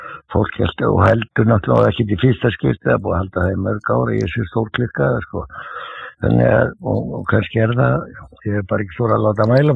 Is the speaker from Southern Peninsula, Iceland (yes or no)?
no; Reykjavík, Capital Region, Iceland; Já, ég er fæddur á uppalinn í Klefsóttinu